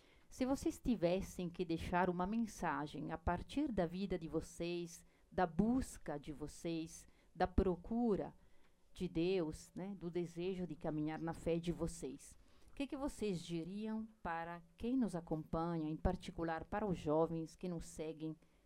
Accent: Milan, Lombardy, Italy; Portuguese is a second language; na cidade de onde eu venho, Milão, não acontece, é que todas as portas estão abertas.

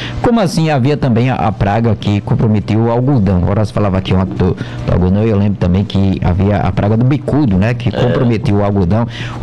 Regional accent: Campina Grande, Paraíba, Brazil; born there; minha terra já foi um dos maiores produtores também, Campina Grande

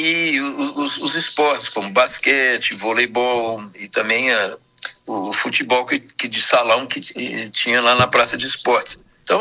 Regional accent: Diamantina, Minas Gerais, Brazil; do nosso querido Vale de Jequitinhonha e da minha terra Diamantina.

